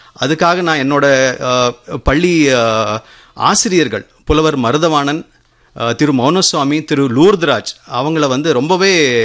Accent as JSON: {"language": "Tamil", "town": "Coimbatore", "region": "Tamil Nadu", "country": "India", "tie": "born or raised there", "said": "நான் கோவையைச் சேர்ந்தவன் தான். பள்ளிப்படிப்பை வந்து நான் கோவை தூய மைக்கேல் மேல்நிலை பள்ளியில் முடித்தேன்."}